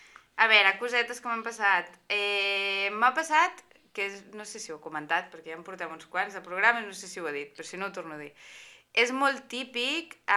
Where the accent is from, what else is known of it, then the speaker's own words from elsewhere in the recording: Ripoll, Catalonia, Spain; moved away; Jo que sóc de Ripoll